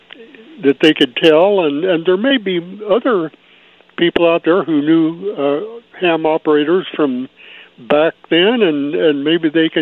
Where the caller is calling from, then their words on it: Redding, California, United States; I'm calling from Redding, California.